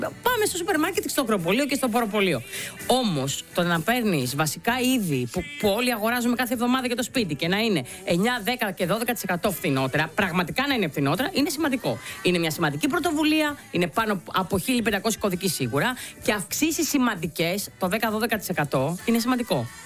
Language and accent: Greek; Western Greece, Greece; εμένα στο χωριό μου, επειδή πήγα, είχε πάρα πολύ κόσμο και όλα τα χωριά στην Ηλία